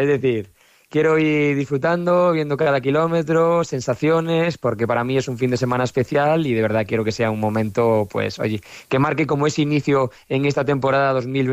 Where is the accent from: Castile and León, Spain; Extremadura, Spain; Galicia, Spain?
Galicia, Spain; Sí, a ver, soy muy gallego, entonces cada vez que tengo la oportunidad de poder correr en casa, no la malgasto.